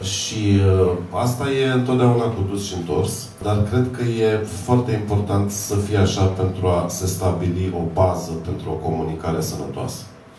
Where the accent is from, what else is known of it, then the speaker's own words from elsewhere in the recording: Vișeu de Sus, Maramureș County, Romania; pe Valea Vaserului, de unde sunt eu, din Vișeul de...